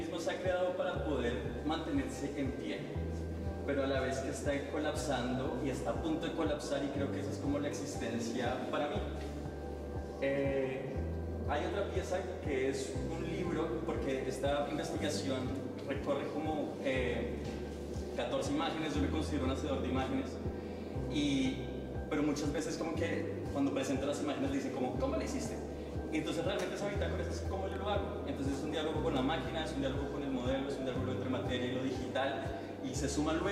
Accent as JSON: {"language": "Spanish", "region": "Bogotá", "country": "Colombia", "said": "soy de Bogotá, Colombia."}